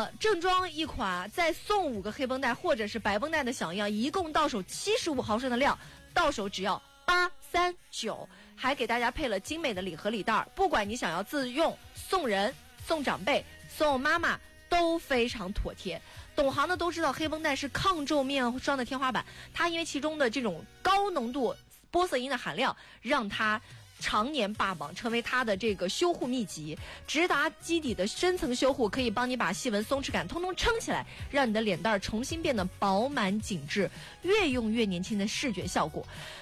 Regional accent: Bengbu, Anhui, China; 作为蚌埠人啊

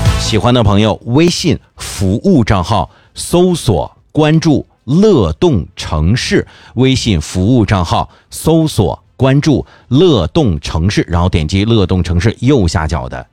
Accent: Liaoning, China; 我一个辽宁人，我了解苏家屯不正常吗？咱们都是屯里人。

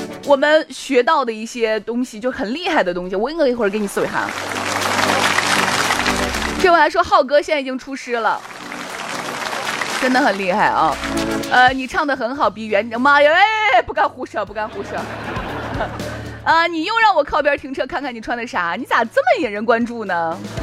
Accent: Shaanxi, China; 我们陕西话里边有一些字音，有一些发音的方式

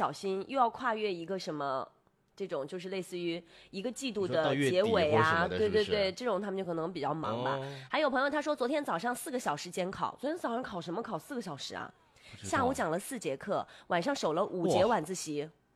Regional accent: Inner Mongolia, China; now in Nanchang, China; 我的家乡内蒙古

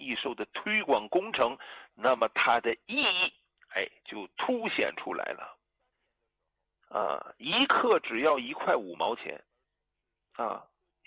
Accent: China; 作为中国人，我这心里边装的是国家呀，装的是人民呐

